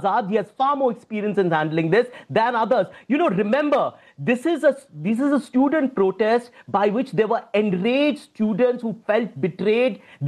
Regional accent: Bihar, India; Right. We're both from Bihar. Bihar is sui generis.

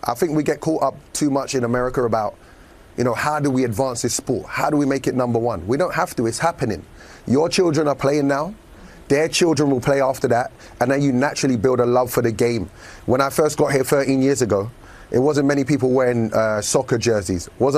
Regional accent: England, United Kingdom; I'm messing up. I'm English. I'm messing up soccer and football.

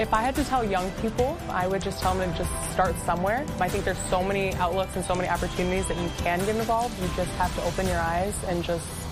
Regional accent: Lansing, Illinois, United States; I grew up in Lansing, Illinois, which is about 30 minutes from Chicago and only a couple miles from the Indiana border.

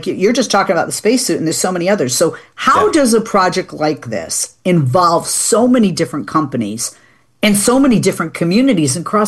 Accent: Massachusetts, United States; yeah I'm from Massachusetts. It's a wicked pisser

